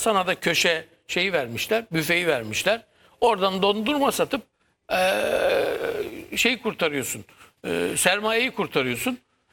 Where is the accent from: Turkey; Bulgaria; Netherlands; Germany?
Turkey; Rize; moved away; Ben memlekete gidiyorum. Rize'ye.